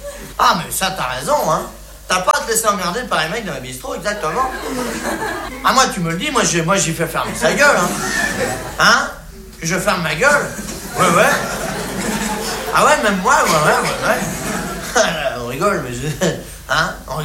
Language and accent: French; France; Les Français, c'est des cons, oui, ben, je suis bien blasé, hein, je suis français.